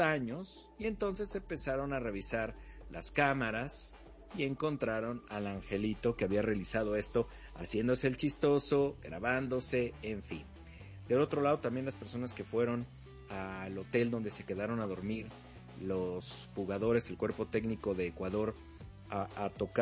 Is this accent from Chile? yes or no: no; Mexico